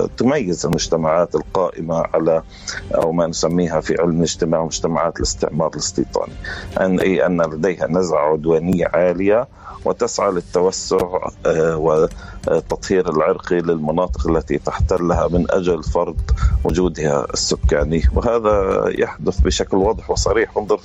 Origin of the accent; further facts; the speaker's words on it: Palestine; عندنا في فلسطين